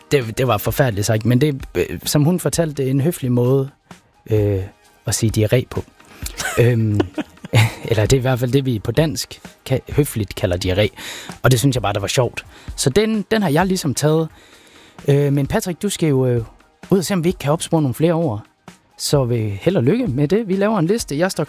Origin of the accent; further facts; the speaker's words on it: Thyborøn, Central Denmark Region, Denmark; Jeg er fra Vestjylland, Thyborøn.